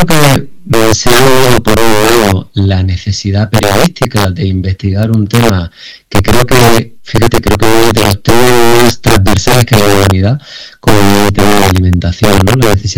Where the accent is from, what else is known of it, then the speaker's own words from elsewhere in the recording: Jaén, Andalusia, Spain; soy de Jaén y de familia que ha trabajado en el campo, ¿no?